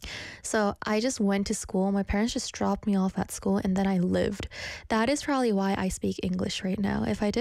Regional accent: Canada; first language Korean; English is a second language; I grew up in Canada. I remember when I was young, I didn't want to speak English. So my first language is Korean, and I didn't want to speak English

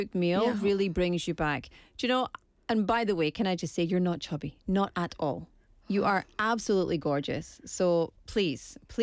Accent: Scotland, United Kingdom; I feel the same about my hometown food. You just can't get it. I'm from Scotland.

